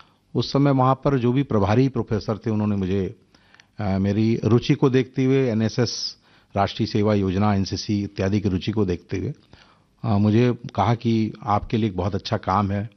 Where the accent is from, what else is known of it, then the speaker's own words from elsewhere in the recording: Raipur, Chhattisgarh, India; born there; also born or lived in Bastar / Balod; मेरा जन्म रायपुर में हुआ है, और उसके बाद प्रारंभिक शिक्षा में मेरे पिताजी चूंकि शासकीय सेवा में रहे हैं, तो उनका ट्रांसफर जहाँ जहाँ होता था वहाँ वहाँ हम रहे।